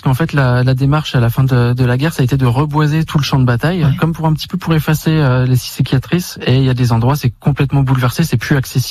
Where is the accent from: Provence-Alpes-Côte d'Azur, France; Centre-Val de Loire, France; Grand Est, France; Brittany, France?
Grand Est, France; j'ai grandi dans le Saintois.